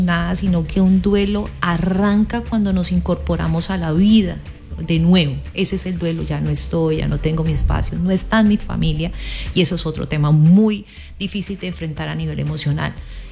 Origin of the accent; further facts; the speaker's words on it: Cali, Valle del Cauca, Colombia; todos tenemos que sumar como comunidad, como caleños, como colombianos que somos